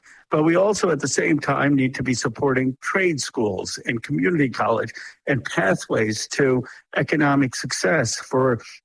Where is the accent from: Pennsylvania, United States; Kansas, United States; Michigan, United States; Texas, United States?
Pennsylvania, United States; That used to be the American dream when I was growing up in Bucks County, Pennsylvania.